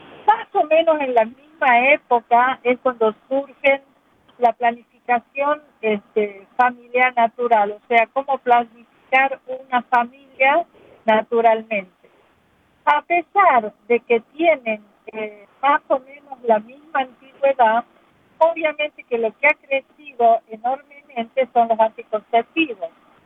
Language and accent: Spanish; Argentina; moved away; nosotros en Argentina, yo soy de Argentina